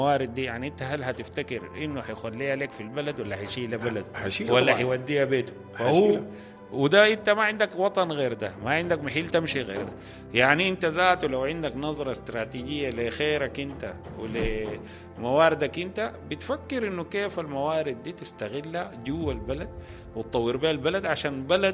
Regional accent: Sudan; إحنا كسودانيين

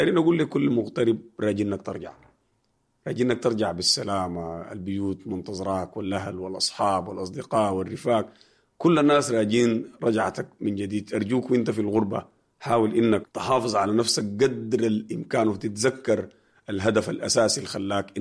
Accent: Sudan; بنحب إنه كل الناس تكون قاعدة في بلدنا السودان.

